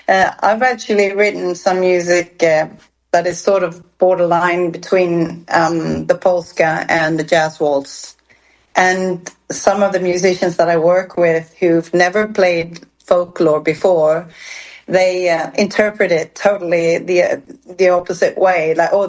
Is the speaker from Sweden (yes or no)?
yes; Sweden; whenever I say that I'm from Sweden